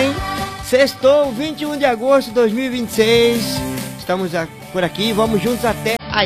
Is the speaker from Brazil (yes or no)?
yes; Várzea Grande, Mato Grosso, Brazil; Lá na minha terra, tá? Várzea Grande.